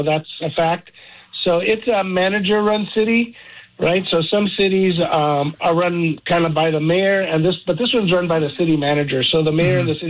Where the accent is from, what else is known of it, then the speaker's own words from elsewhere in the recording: Norwalk, California, United States; also born or lived in Harbor City, Los Angeles / San Pedro / Anaheim; now in Chula Vista, United States; Mostly, I grew up in Norwalk. That's what I remember. I grew up in Norwalk, and then I went to high school in Orange County in Anaheim.